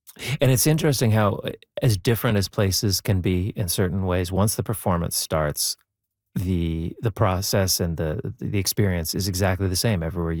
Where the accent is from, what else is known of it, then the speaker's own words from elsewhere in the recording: Brandon, Manitoba, Canada; growing up in Brandon, Manitoba, it seemed really, really, really far away.